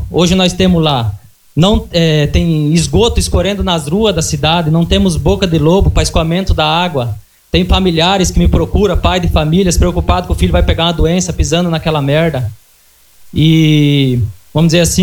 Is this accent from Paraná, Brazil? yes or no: yes; Santa Helena, Paraná, Brazil; que é lá da minha terra, do distrito de São Clemente